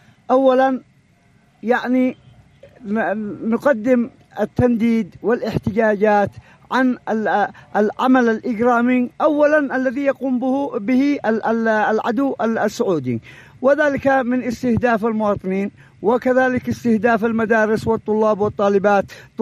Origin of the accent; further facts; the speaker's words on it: Yemen; نحن يمنيين دمنا واحد وديننا واحد